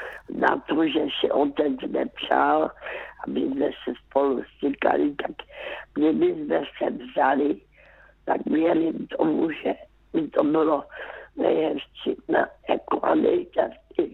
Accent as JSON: {"language": "Czech", "town": "Karolinka", "region": "Zlín Region", "country": "Czechia", "tie": "born there", "said": "já už jsem byla vdaná a jezdívala jsem zpátky do Karolinky, zpátky do mého rodiště."}